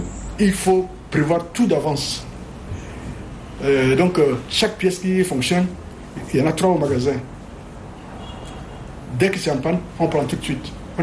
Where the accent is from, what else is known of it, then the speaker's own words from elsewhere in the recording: Romania; French is a second language; moved away as an adult; now in France; je suis étudiant, je viens de la Roumanie, j'ai mon diplôme, je suis un ingénieur.